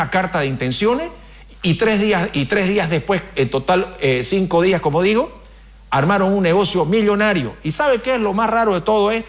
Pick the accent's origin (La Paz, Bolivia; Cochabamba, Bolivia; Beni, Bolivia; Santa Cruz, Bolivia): Santa Cruz, Bolivia; Santa Cruz de la Sierra; yo soy de Santa Cruz